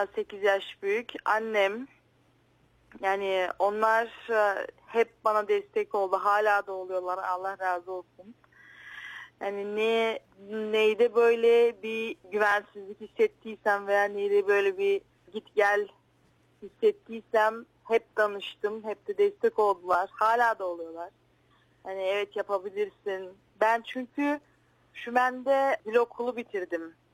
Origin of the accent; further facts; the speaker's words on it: Razvigorovo, Shumen Province, Bulgaria; Evet, evet, şehir kızıyım ama köylerinden. Yani küçükken bu kreş, işte okula çıkmadan önce köyde büyüdüm.